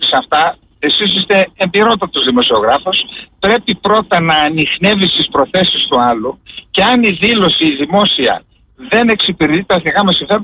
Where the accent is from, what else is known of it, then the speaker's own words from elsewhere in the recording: Greece; Στην Ελλάδα είμαστε Έλληνες, είμαστε.